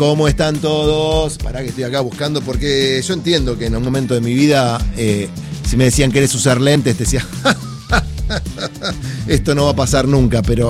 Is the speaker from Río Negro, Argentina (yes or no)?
no; Villa Ballester, Buenos Aires Province, Argentina; Yo que vengo de Ballester, no sé lo que es Ballester, Dios santo. ¿Por qué cambia tanto la temperatura en la provincia de Buenos Aires?